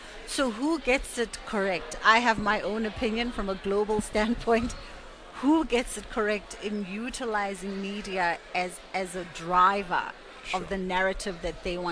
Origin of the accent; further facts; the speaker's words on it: South Africa; there's a reality that we are facing as South African citizens, no matter where you lie on the lines of the debate.